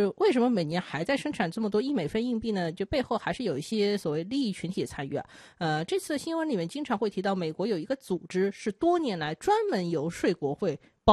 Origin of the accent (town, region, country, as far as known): China